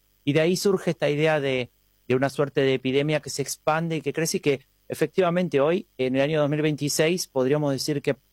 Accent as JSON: {"language": "Spanish", "country": "Argentina"}